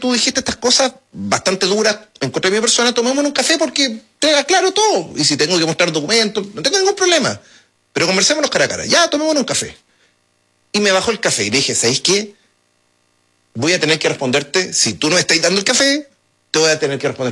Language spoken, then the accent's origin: Spanish; Antofagasta, Chile; me crié en el San Luis, Antofagasta, Colegio de Hombres.